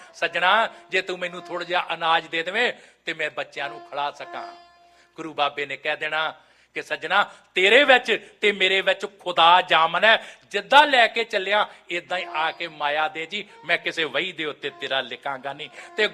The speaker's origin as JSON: {"language": "Punjabi", "region": "Punjab", "country": "India", "tie": "born or raised there", "said": "ਇਸ ਤੋਂ ਅੱਗੇ ਸੁਲਤਾਨਪੁਰ ਦੁਆਬੇ ਦੀ ਧਰਤੀ ਦੇ ਉੱਤੇ, ਮੇਰਾ ਪਿੰਡ ਉੱਥੋਂ ਬਿਲਕੁਲ ਨਜ਼ਦੀਕ ਹੈ।"}